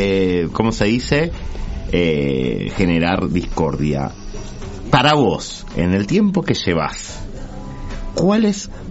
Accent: Punta Alta, Buenos Aires Province, Argentina; Yo nací en Gotlin y vivo en Gotlin. En ese momento, hace 20 años atrás, yo, me jodían con que vivía en el campo.

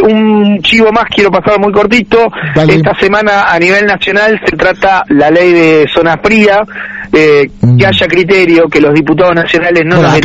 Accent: Punta Alta, Buenos Aires Province, Argentina; La nafta le sale entre un 15 y un 20% más barato que a nosotros los puntaltenses.

